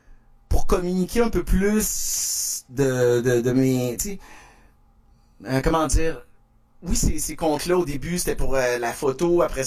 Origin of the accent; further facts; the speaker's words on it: Quebec City, Quebec, Canada; also born or lived in Longueuil; je vis dans la maison où j'ai grandi à Québec, j'ai racheté la maison de mes parents, puis à Montréal, je vis au Novia, en fait, à Longueuil